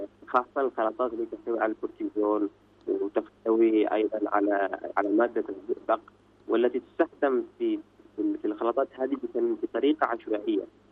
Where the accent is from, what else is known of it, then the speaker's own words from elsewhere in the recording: Yemen; وعندنا في اليمن غالباً السبب يكون وقات قد يكون له سبب كبير.